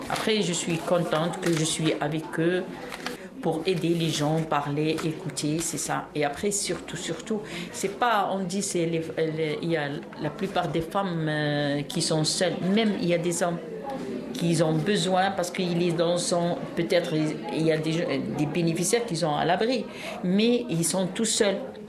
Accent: Algeria; Oui. Moi, je suis algérienne.

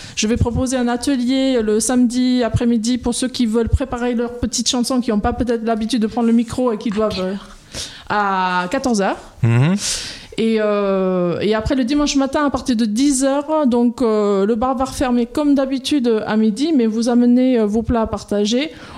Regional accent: England, United Kingdom; French is a second language; now in France

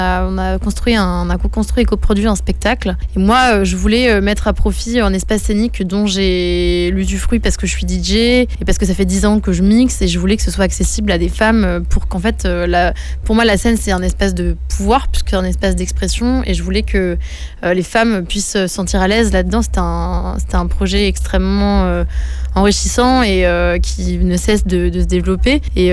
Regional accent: Saint-Lô, Normandy, France; also born or lived in Caen; Moi, je suis normande de la Manche. Je suis saint-loise, initialement.

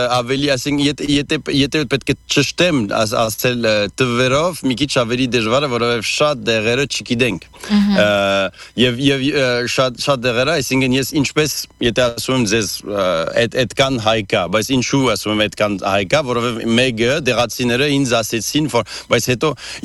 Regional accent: France; ես ֆրանսահայ եմ, բայց եթե միայն որպես ֆրանսիացի գնացել էի Արժանտինա

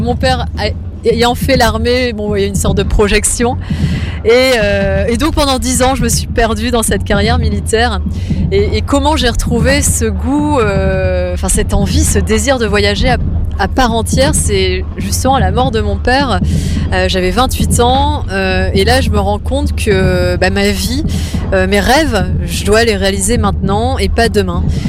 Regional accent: Hauts-de-France, France; born there; Il a ramené en France. Je suis née en Picardie. C'est très exotique.

